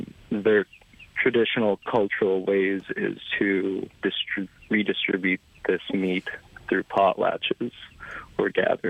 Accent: Hooper Bay, Alaska, United States; I am originally from Hooper Bay, in the Bogeyot community.

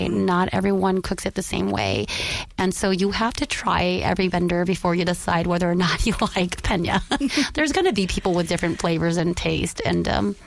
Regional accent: United States; growing up here in the United States as an American citizen

